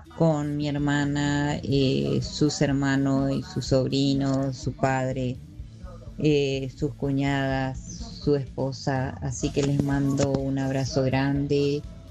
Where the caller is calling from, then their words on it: Villa Ángela, Chaco, Argentina; de Villa Ángela, Chaco, la ciudad de Don Luis Landricina.